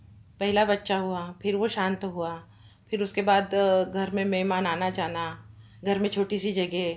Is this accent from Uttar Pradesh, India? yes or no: no; Buldhana district, Maharashtra, India; born there; moved away as an adult; now in Khandwa, India; मैं खंडवा मध्य प्रदेश की रहने वाली हूँ और बुलढाणा डिस्ट्रिक्ट का मेरा मायका है